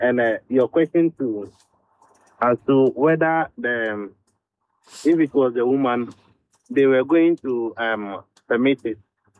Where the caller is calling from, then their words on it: Tema, Greater Accra, Ghana; I'm calling from Tema.